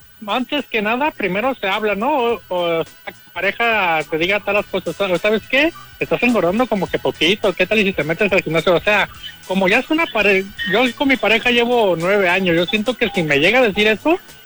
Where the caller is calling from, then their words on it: Guadalajara, Jalisco, Mexico; Muy buenos días … de Guanatos.